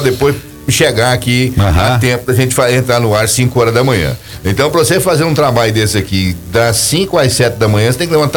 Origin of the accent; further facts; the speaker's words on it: Goiás, Brazil; Não, eu sou goiano.